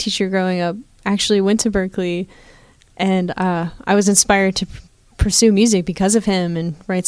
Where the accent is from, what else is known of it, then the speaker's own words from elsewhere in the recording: Uniontown, United States; Where did I grow up? Uniontown, just hours south of here.